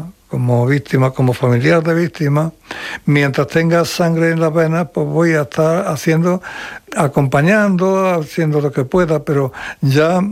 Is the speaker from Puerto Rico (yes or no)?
no; Córdoba, Andalusia, Spain; Yo como cordobés de toda mi vida, he desarrollado toda mi vida trabajando en Córdoba